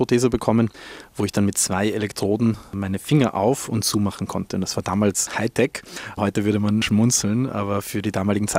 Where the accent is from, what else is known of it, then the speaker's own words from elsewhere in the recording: Vienna, Austria; Ich war natürlich dann als Wiener prädestiniert, dass ich schnell die Prothese bekommen habe.